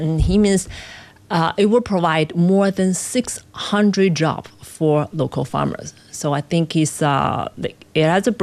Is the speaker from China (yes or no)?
yes; Huamei, China; English is a second language; I was native in the Huamei counties. I want to contribute to my hometown.